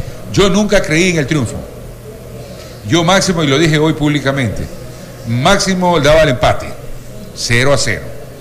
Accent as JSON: {"language": "Spanish", "town": "Quevedo", "region": "Los Ríos", "country": "Ecuador", "tie": "born or raised there", "said": "Nací en San Camilo, en el barrio El Mango, que da vía Valencia, donde está la garzonera Clian."}